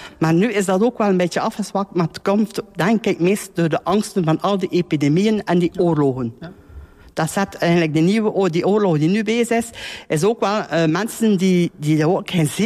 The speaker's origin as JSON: {"language": "Dutch", "town": "Moorslede", "region": "Flanders", "country": "Belgium", "tie": "born there"}